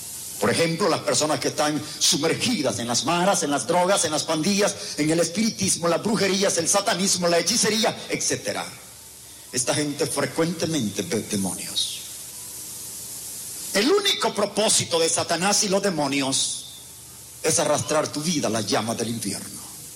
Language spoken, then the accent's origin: Spanish; Ciudad Barrios, San Miguel, El Salvador; born there; Nací en Ciudad Barrios, en San Miguel, El Salvador. Dios me dio el privilegio de nacer en una hermosa familia.